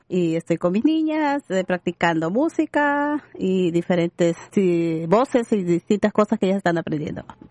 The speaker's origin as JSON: {"language": "Spanish", "country": "El Salvador", "also_born_or_lived": "Honduras", "said": "Soy del Salvador y de Honduras."}